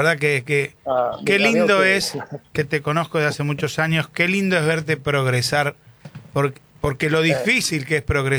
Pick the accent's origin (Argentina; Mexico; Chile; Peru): Argentina; Nosotros estamos acostumbrados a la Argentina, que acá entrenamos en los hipódromos.